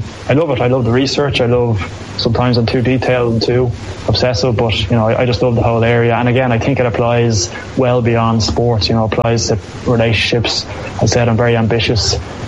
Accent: Glasnevin, County Dublin, Ireland; one of the ways which we're very lucky is that I grew up in Glasnevin, which so happens to have my own club, Nafin, in it

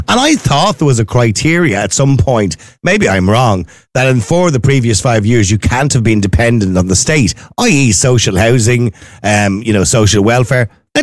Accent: Ireland

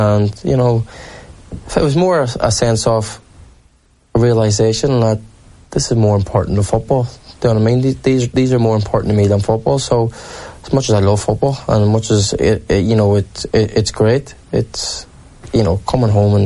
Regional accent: Derry, Northern Ireland, United Kingdom; Growing up in Derry as well, where, like, all my mates were drinkers from an early age

